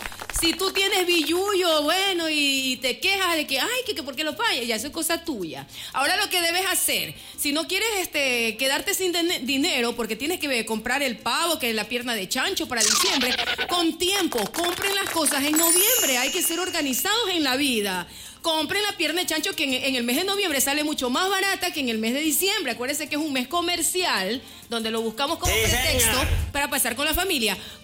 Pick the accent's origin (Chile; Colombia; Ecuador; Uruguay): Ecuador; Guayaquil, Guayas